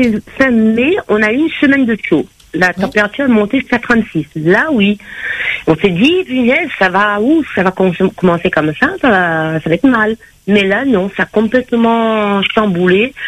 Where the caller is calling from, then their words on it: Marseille, Provence-Alpes-Côte d'Azur, France; je vous appelle de Marseille.